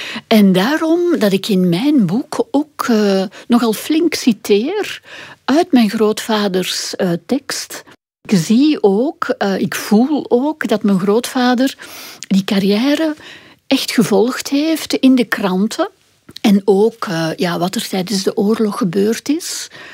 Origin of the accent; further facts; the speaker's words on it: Flanders, Belgium; Maar ik ken hem als Kempense, als kind in de Kempen, omdat mijn vader ooit een bizar huis gekocht heeft.